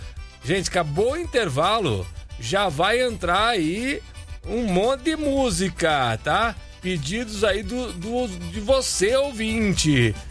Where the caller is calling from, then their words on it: Embu-Guaçu, São Paulo, Brazil; Sou de Embu Guaçu aqui, só da Nativa.